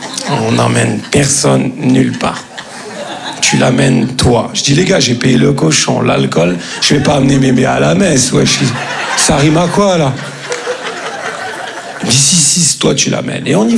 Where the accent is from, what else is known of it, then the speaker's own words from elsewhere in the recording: Grand Est, France; Comme on dit chez nous, en Lorraine.